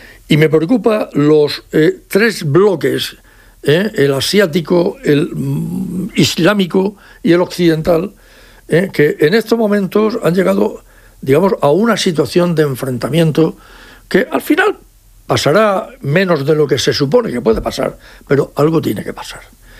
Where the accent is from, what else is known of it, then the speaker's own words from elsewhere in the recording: Region of Murcia, Spain; como español y como murciano también.